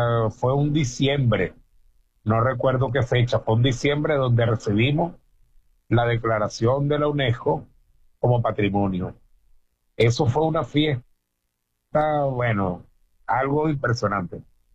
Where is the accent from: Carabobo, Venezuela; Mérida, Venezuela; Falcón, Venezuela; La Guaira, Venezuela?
Carabobo, Venezuela; Patanemo; Puesto, yo soy de Patanemo, oriundo de allá.